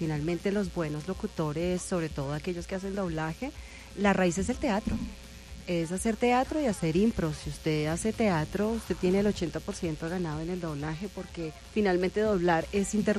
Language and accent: Spanish; Bogotá, Colombia; es mi tierra natal, más bogotana que un ajiaco. No puedo olvidar la tierrita que me vio crecer, que me educó en las artes de la voz también